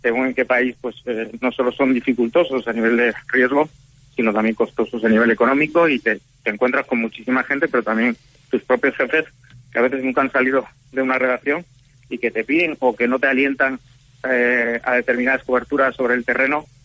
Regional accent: Don Benito, Extremadura, Spain; born there; Yo nací en España, en Badajoz, Don Benito, en Extremadura, en el sur de España.

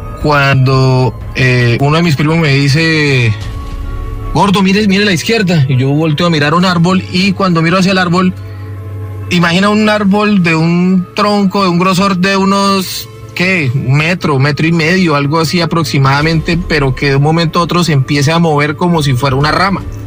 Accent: Cúcuta, Norte de Santander, Colombia; Yo soy de Cúcuta, norte de Santander.

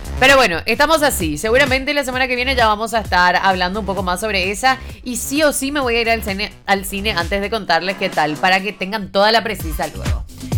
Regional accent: Paraguay; Y viste que nosotros queremos decir así en Paraguay.

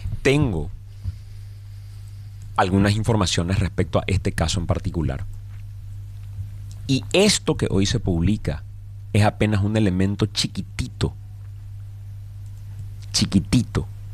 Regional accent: Paraguay

